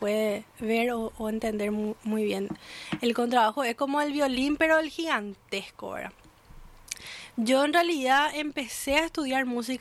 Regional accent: Asunción, Paraguay; Yo soy asunciana, o sea, yo nací en Asunción, pero mi mamá y toda mi familia, aparte de mi mamá, son de Altos, ¿verdad? Específicamente de Itabazá.

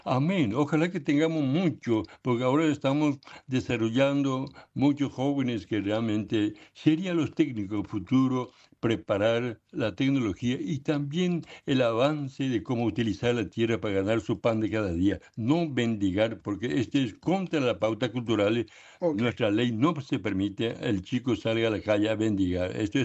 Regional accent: Paraguay; first language Ishir (Chamacoco); Spanish is a second language; mi pueblo paraguayo.

